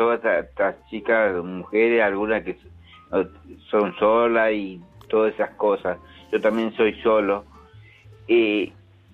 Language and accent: Spanish; La Plata, Buenos Aires Province, Argentina; escuchame una cosa. Yo soy de La Plata.